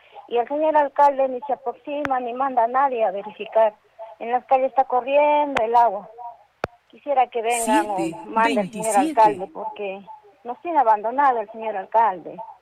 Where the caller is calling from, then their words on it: Arequipa, Peru; Soy de una de Moyevaya, de acá del sector de Manzana F.